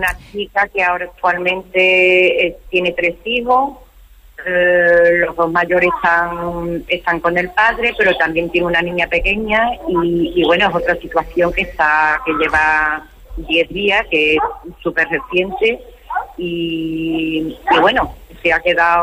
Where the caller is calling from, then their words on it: Huelva, Andalusia, Spain; Soy de Huelva capital.